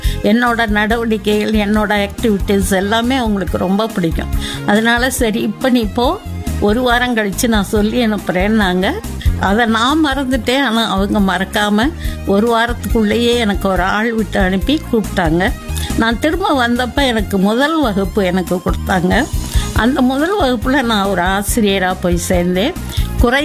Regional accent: Madurai, Tamil Nadu, India; born there; நான் படித்த பள்ளிக்கூடம் வந்து send Joseph's higher secondary school, அதில் தான் நான் படிச்சுட்டு இருந்தேன். சென்ட் ஜோசப்ஸ் மதுரையில் இருக்குது.

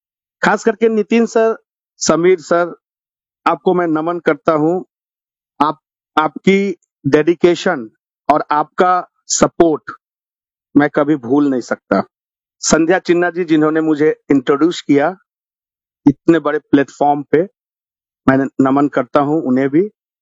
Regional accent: Patna, Bihar, India; पटना बिहार से हूँ।

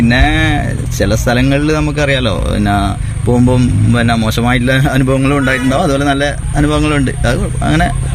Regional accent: Rajapuram, Kerala, India; ഞാൻ രാജപുരത്തു നിന്നാണ് വരുന്നത്. കാസർഗോഡ് ജില്ലയിൽ രാജപുരം എന്ന് പറയുന്ന ഗ്രാമത്തിൽ നിന്നാണ് വരുന്നത്.

